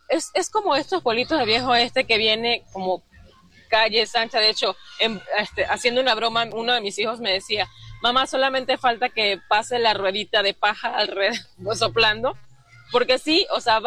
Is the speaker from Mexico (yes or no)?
yes; Mexico; nos quitaron como mexicana, voy a decir mexicana, pues toda esta extensión de tierra